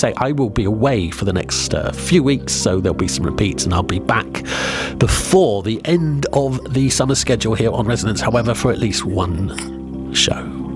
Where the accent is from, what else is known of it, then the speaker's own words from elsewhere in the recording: Kyushu, Japan; also born or lived in Tokyo; So Kyushu is like my hometown. So I'm kind of going there. I lived in Tokyo for about 7 or 8 years.